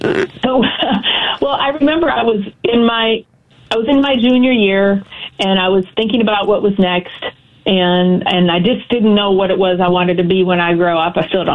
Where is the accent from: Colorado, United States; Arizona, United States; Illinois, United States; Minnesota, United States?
Minnesota, United States; Minneapolis–Saint Paul; You know, the other reality of growing up in the Twin Cities in that time was that, you know, especially in, you know, both St. Paul and Minneapolis have their own culture